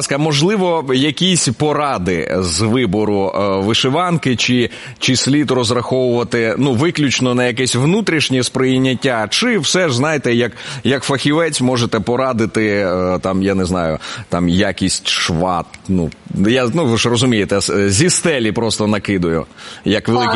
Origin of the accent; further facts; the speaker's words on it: Dnipropetrovsk Oblast, Ukraine; Дніпропетровщина.